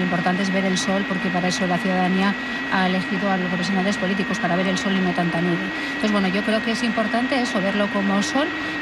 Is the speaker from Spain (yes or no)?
yes; Vitoria-Gasteiz, Basque Country, Spain; yo soy de Vitoria, de mi barrio, de mi ciudad